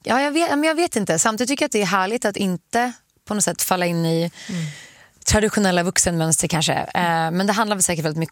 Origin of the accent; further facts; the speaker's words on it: Sweden; now in Los Angeles, United States; Alltså, när jag är i Sverige tycker jag att det är så himla skönt att kunna bara promenera överallt, kollektivtrafik, gott svart kaffe, saltlakris, träffa mina vänner och familj lite mer spontant.